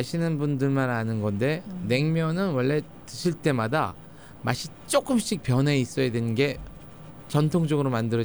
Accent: South Korea; now in Los Angeles, United States; 한국 사람으로서

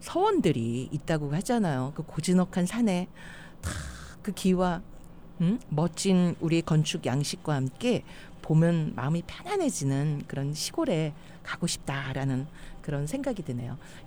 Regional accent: Chungcheong, South Korea; moved away; 저는 충청도거든요.

